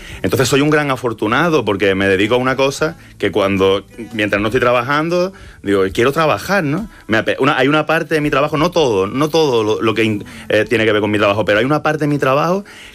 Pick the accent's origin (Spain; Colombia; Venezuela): Spain; Málaga, Andalusia; soy de Málaga